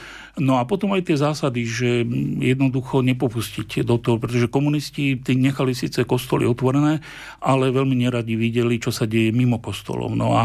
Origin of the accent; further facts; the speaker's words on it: Bardoňovo, Nitra Region, Slovakia; My sme bývali nedaleko maďarských hraníc, vyrastal som v obci Bardoňovo. V Kašteli sme bývali, bola tam škola, no a nedaleko boli maďarské hranice.